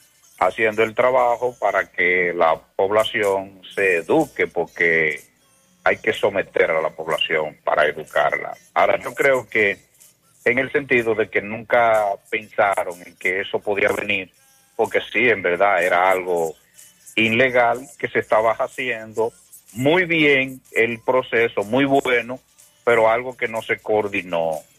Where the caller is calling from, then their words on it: Moca, Espaillat, Dominican Republic; mi pueblo mocano